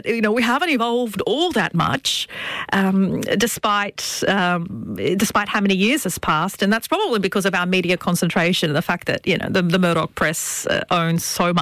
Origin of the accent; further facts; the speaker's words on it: New South Wales, Australia; because I was, I was raised in Western Sydney at a time of the so-called War on Terror.